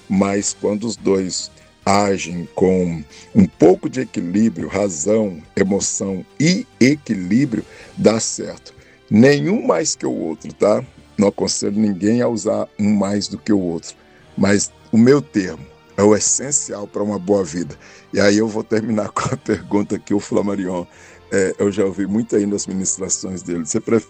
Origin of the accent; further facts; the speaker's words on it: Manhuaçu, Minas Gerais, Brazil; moved away as an adult; also born or lived in Caratinga; now in Governador Valadares, Brazil; Eu sou de uma região muito fria. Valadares não faz frio, nunca senti frio aqui. Mas eu sou lá da região de Apincaratinga e também Manhuaçu, onde passei a maior parte do meu tempo. Lá muito frio.